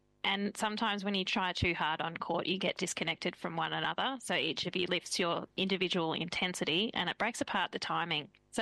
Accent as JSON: {"language": "English", "region": "Victoria", "country": "Australia", "accent": "Victorian", "said": "I'm saying that with my Victorian accent."}